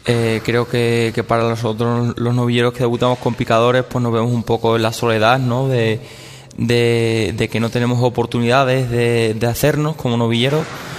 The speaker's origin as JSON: {"language": "Spanish", "town": "Montánchez", "region": "Extremadura", "country": "Spain", "tie": "born or raised there", "said": "otra novillada en mi tierra, en Cáceres, y posteriormente el circuito de Extremadura, que junto a la encerrona de mi pueblo, que me encerré con 6 novillos en solitario en Montánchez"}